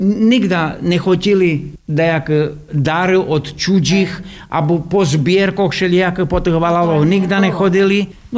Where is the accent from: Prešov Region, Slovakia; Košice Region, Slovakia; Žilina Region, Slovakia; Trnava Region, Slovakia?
Prešov Region, Slovakia; Piskorovce; U nás v Pískorivcoch bol hlavný láger tu v tejto oblasti, partizánske láger dumám.